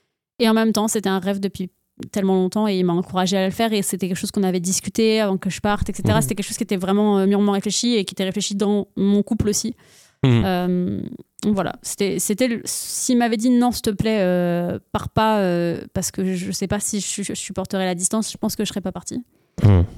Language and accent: French; France; now in Canada; entre le moment où j'ai quitté la France et le moment où je suis arrivée au Canada, il s'est passé 15 jours.